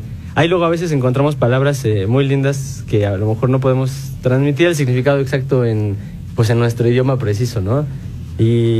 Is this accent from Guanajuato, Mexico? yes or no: no; State of Mexico, Mexico; now in Pachuca, Mexico; soy originario del Estado de México, pero radico en Pachuca.